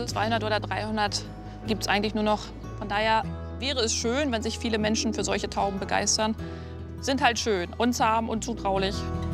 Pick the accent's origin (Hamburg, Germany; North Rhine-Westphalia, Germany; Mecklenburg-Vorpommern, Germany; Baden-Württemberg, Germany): Mecklenburg-Vorpommern, Germany; moved away as an adult; now in Hannover, Germany; Ich komme aus MacPom, habe in Rostock meine Lehre gemacht und bin dann nach der Lehre direkt nach Hannover gekommen. Seit 2000 bin ich hier.